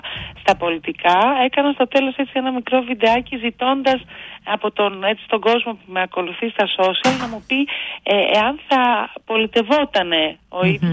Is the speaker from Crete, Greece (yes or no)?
no; Kozani, Western Macedonia, Greece; now in Thessaloniki, Greece; Εγώ, όπως σας είπα, μένω πάρα πολλά χρόνια στη Θεσσαλονίκη, γιατί έχω γεννηθεί και έχω μεγαλώσει στην Κοζάνη, έχω καταγωγή από τα Γρεβενά, αλλά είμαι πάρα πολλά χρόνια εδώ